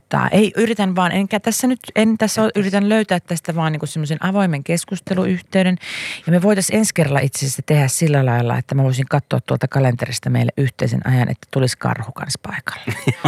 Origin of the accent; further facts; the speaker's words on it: Tampere, Pirkanmaa, Finland; minä olen Tampereelta. Minä olen 38-vuotias.